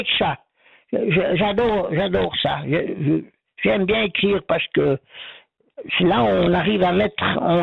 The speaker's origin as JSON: {"language": "French", "region": "Vaud", "country": "Switzerland", "accent": "accent du pays d'en haut, des Ormonts", "said": "tandis que moi, j'ai l'accent du pays d'en haut, des Ormonds."}